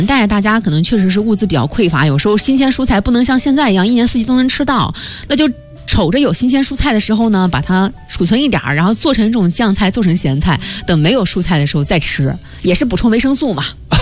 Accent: Shanxi, China; 我们山西人

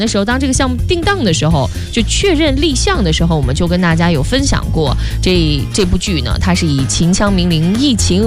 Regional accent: Shaanxi, China; 作为一个陕西人

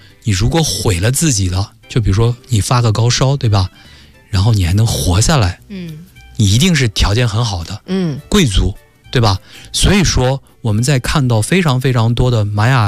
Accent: China; 我们中国人

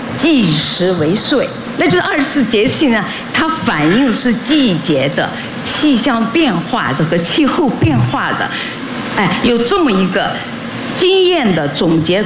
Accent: China; 在我们中国人的认识中

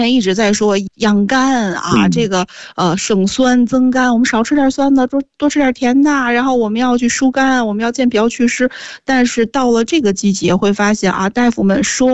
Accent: Beijing, China; 我就因为小的时候是在南园那附近长大的，就现在南园机场那附近，就最开始父亲是在那边工作

